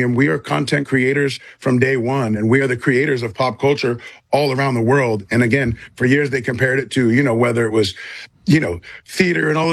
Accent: Hollywood, California, United States; I grew up in Hollywood in the San Fernando Valley

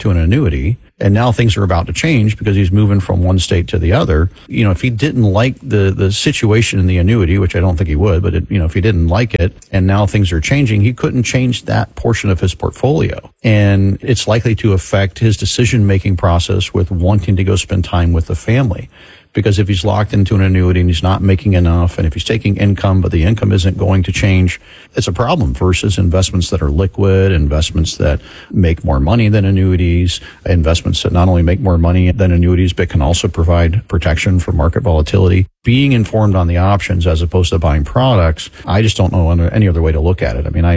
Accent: Florida, United States; Yeah, I was born and raised in Florida.

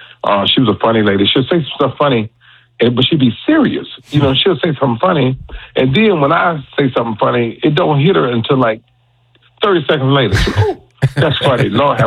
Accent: Atlanta, Georgia, United States; Even though, you know, I'm born and raised in Atlanta from the west side. And I can remember when the building was a Sears and Roebuck.

